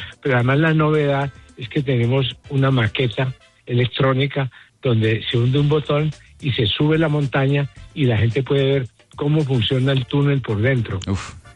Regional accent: Colombia; de Colombia, la gente me dice, ¿de Colombia?

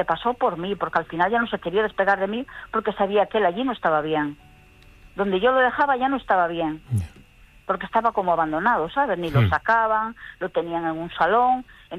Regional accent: La Lanzada, Galicia, Spain

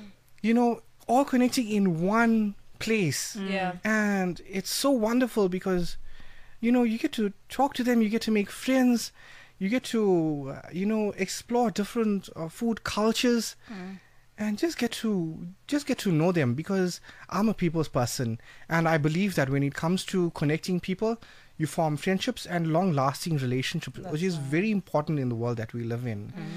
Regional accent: Durban, KwaZulu-Natal, South Africa; born and brought up in Durban.

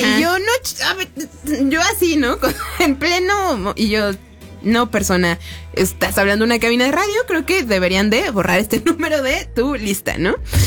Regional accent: Mexico City, Mexico; vengo de la Ciudad de México

